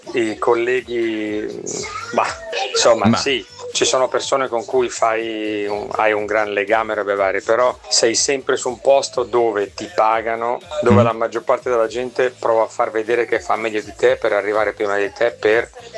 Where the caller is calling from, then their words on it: Varese, Lombardy, Italy; da Varese.